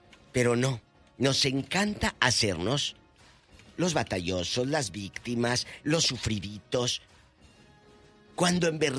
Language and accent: Spanish; Matamoros, Tamaulipas, Mexico; De Matamoros, de mi tierra.